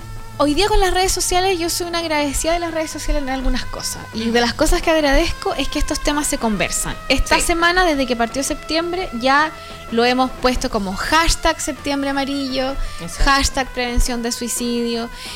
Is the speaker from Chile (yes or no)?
yes; Chile; que poco tenemos como chilenos y cada vez nos reímos más.